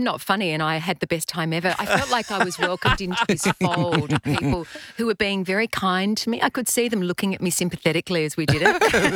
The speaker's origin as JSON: {"language": "English", "town": "Perth", "region": "Western Australia", "country": "Australia", "moved": "yes", "said": "it has been so lovely coming home. Everybody, Perth has just been amazing."}